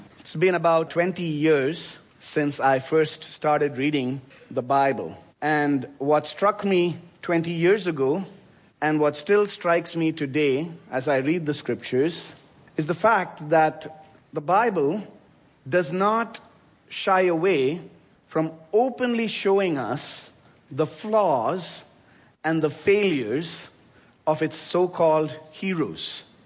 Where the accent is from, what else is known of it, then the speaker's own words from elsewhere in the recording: India; my home country, India